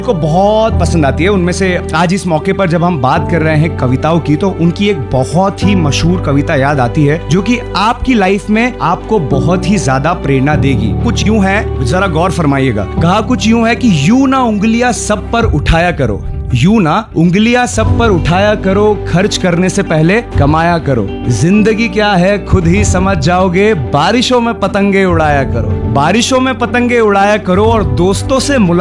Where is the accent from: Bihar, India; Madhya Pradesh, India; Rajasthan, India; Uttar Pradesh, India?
Madhya Pradesh, India; Indore; मैं जो हूँ इंदौर का रहने वाला हूँ